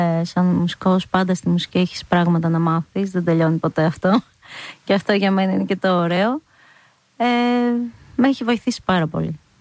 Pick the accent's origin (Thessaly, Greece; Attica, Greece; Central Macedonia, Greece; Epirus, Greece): Epirus, Greece; Μεγάλωσα με ηπειρώτικη μουσική, γιατί μεγάλωσα στην Ήπειρο. Είμαι ηπειρώτησα.